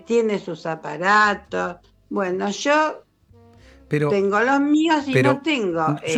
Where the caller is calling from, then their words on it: Ituzaingó, Buenos Aires Province, Argentina; De Ituzaingó.